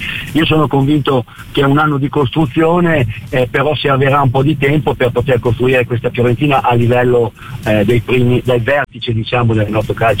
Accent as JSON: {"language": "Italian", "region": "Emilia-Romagna", "country": "Italy", "said": "io sono emiliano"}